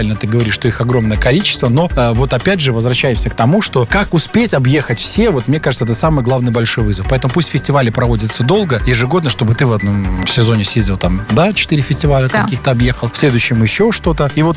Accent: Belarus; Мы, белорусы

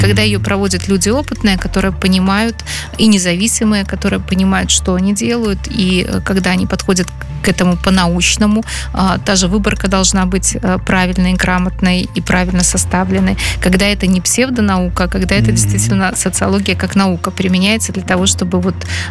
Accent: Belarus; наше ощущение белорусскости тем, что мы белорусы. Неважно даже какой мы национальности, мы живем на территории этой страны, мы ощущаем эту страну как свою родную

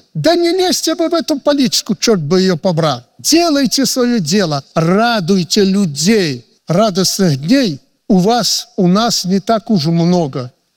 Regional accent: Belarus; мы, белорусы

